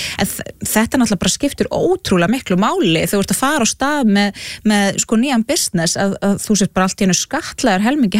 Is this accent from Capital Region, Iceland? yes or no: no; Flúðir, Southern Region, Iceland; ég nú alveg upp á Flúðum dæmis, og það var, svona ég minni æsku það var í raun og veru ekkert þangað að sækja.